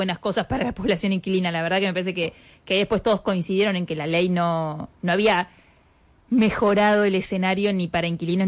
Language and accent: Spanish; interior, Argentina; now in Buenos Aires, Argentina; yo me acuerdo cuando me mudé recién a la Ciudad de Buenos Aires que tenía que alquilar acá y me pedían una garantía y la garantía tenía que ser de un inmueble de la Ciudad de Buenos Aires y yo soy del interior